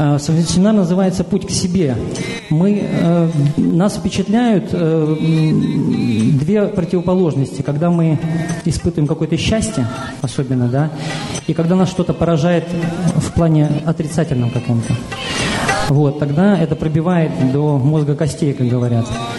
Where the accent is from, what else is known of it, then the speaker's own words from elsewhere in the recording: Riga, Latvia; я из Риги.